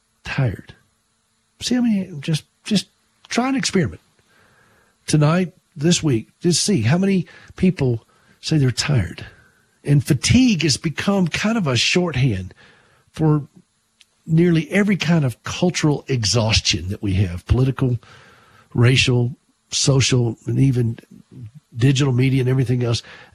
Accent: South Carolina, United States; moved away; my hometown there in South Carolina

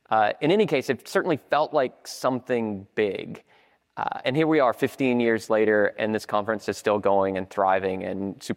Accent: Austin, Texas, United States; my hometown of Austin, Texas.

